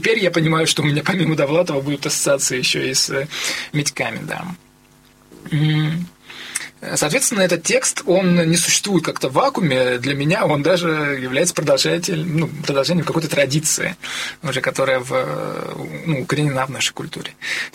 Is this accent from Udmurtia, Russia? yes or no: no; Saint Petersburg, Russia; Хотя с медьковской культурой я, как петербуржец, я знаком.